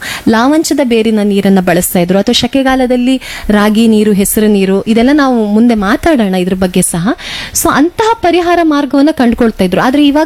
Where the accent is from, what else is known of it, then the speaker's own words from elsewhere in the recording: Karnataka, India; ನಮ್ಮ ಊರಲ್ಲಿ 40 degree Celsius ಇಲ್ಲದೆ ಇದ್ರೂ ಸಹ 35 ಡಿಗ್ರಿ ಸೆಲ್ಸಿಯಸ್ ನಮ್ಗೆ ಸಾಕಾಗ್ತದೆ ಉಡುಪಿ ಮಂಗಳೂರಿನವರಿಗೆ.